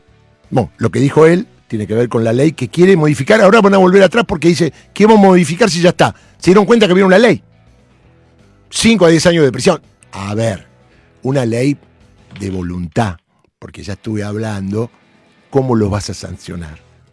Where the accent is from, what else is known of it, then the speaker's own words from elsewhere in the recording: Argentina; Yo soy recontra argentino